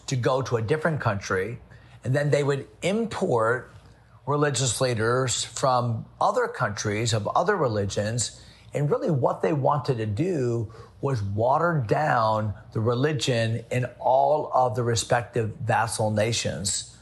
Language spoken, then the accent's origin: English; Connecticut, United States; born there; moved away; I've spent the day in Connecticut, my home state, at my home church, Emmanuel Baptist Church.